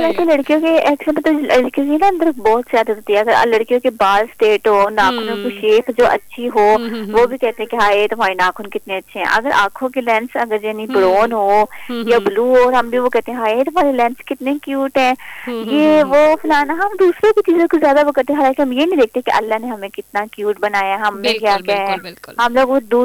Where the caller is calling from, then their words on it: Lahore, Punjab, Pakistan; میں لاہور سے